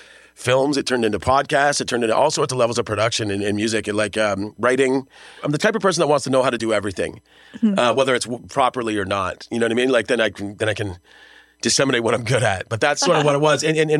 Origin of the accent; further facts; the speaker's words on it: Frilton, Ontario, Canada; also born or lived in Kitchener; I lived in rural Ontario. I was born out in, well, not, I was born in Kitchener, but my first memories are on a cow farm in Frilton.